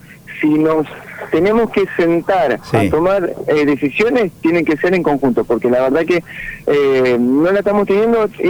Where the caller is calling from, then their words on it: Alto Verde, Santa Fe, Argentina; nosotros somos estos héroes de Alto Verde